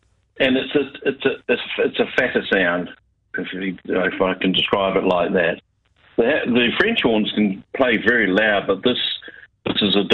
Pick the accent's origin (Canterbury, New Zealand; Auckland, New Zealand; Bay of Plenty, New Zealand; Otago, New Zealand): Otago, New Zealand; Dunedin; I've planned a holiday for the end of the year in November to go down to my hometown, Dunedin, and down the Catlins and through to Fiordland.